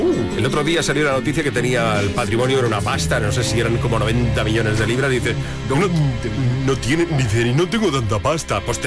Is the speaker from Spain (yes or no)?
yes; Flix, Catalonia, Spain; yo soy de Flix y es la clocha lo que se come en mi pueblo.